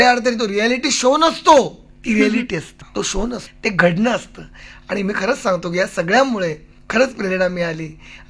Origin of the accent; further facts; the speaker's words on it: Aurangabad, Maharashtra, India; आमच्या शेजारी औरंगाबादला माझं बरंचसं बालपण गेलं औरंगाबादला, आणि त्या ठिकाणी आमच्या शेजारी एक ग्रहस्थ होत